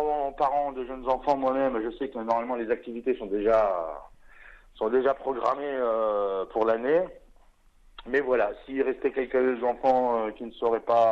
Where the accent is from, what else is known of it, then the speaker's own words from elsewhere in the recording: Longwy, Grand Est, France; moved away; Moi, je sais que j'ai dit que j'étais parti de Longwy assez tôt, quand j'étais plus jeune.